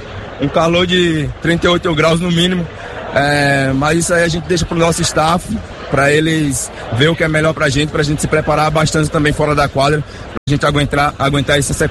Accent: Northeast Region, Brazil; Eu falo por mim que eu sou nordestino, mas quando a gente chega lá é totalmente diferente.

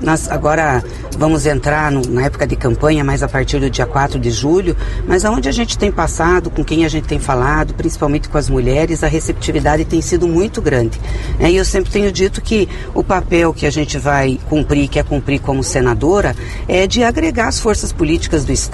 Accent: Paraná, Brazil; eu sou paranaense

